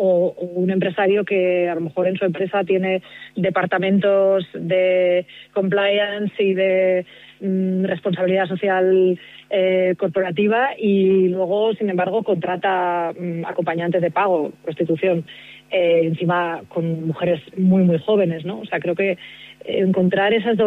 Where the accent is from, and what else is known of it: Barcelona, Catalonia, Spain; now in Madrid, Spain